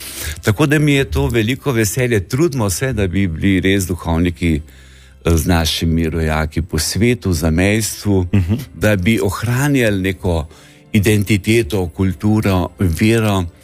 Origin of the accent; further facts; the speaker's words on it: Grosuplje, Central Slovenia, Slovenia; now in Ljubljana, Slovenia; še vedno sem, se pravi, stalni prebivalec občine Grosuplje, sicer sem iz Male Ilove Gore.